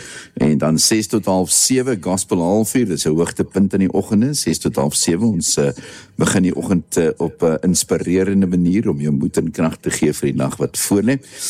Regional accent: Brits, North West, South Africa; 'n Klein dorpie, dank soos ons eie wêreld hier waar ons vandaan kom, ek en hy Brits.

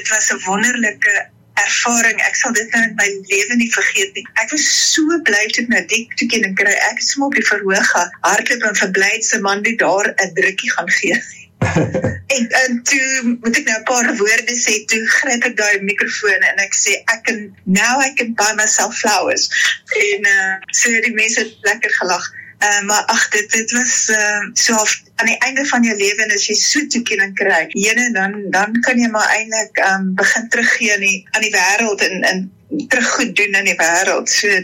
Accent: Johannesburg, Gauteng, South Africa; born there; also born or lived in Stellenbosch; now in Pretoria, South Africa; En ek het op in Stellenbosch gebore, ek het in Johannesburg skool gegaan, en toe op na Stellenbosch gaan studeer, teruggekom by Pretoria Universiteit toe

